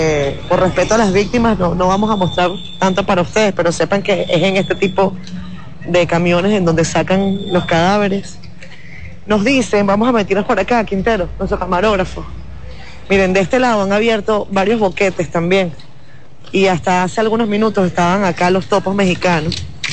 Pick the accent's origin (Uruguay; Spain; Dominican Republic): Dominican Republic; Nosotros venimos de República Dominicana.